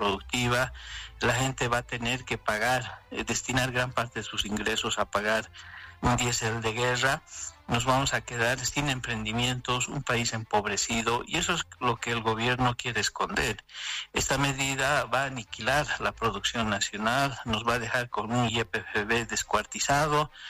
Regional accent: Bolivia; Y nosotros no lo podemos pagar como bolivianos, porque en primer lugar nuestros ingresos no son internacionales ni de guerra

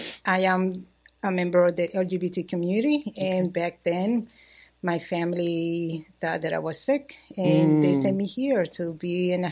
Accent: San Lorenzo, Puerto Rico; moved away as an adult; now in Rochester, United States; soy de, nací, me crié en San Lorenzo, Puerto Rico.

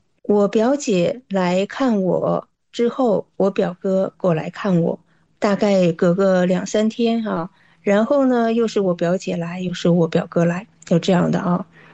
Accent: Northeast China, China; 我们就是东北的五常大米啊

